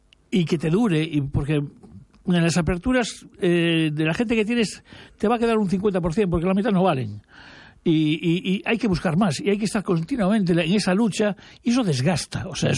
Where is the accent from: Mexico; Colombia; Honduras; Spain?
Spain; Galicia; Eso forma parte de nuestro ADN, tanto gallego como español.